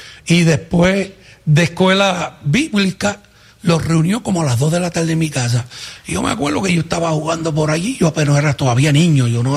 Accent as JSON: {"language": "Spanish", "town": "Bayamón", "country": "Puerto Rico", "said": "Yo soy de Bayamón, vaquero de Bayamón."}